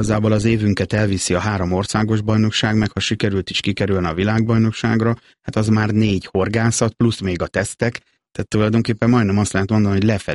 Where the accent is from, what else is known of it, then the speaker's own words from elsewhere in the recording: Nyíregyháza, Szabolcs-Szatmár-Bereg, Hungary; mi ott ugye nyíregyháziként Tiszalökre sokat jártunk ki